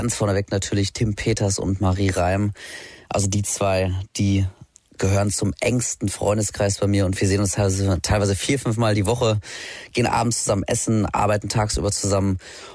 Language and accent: German; Datteln, North Rhine-Westphalia, Germany; moved away as an adult; now in Düsseldorf, Germany; Ich komme ja aus Datteln, das ist im Kreis Recklinghausen. Und ich bin jetzt seit 10 Jahren in Düsseldorf, habe aber immer noch eine Handvoll wirklich guter Freunde in Datteln.